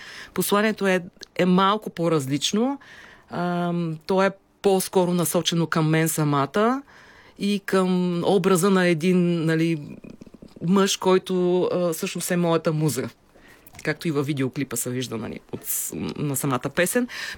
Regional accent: Shabla, Dobrich Province, Bulgaria; born or raised there

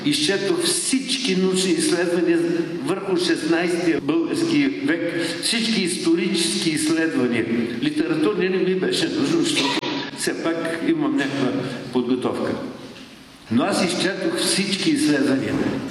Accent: Sofia, Sofia City, Bulgaria; Аз като стар софиянец

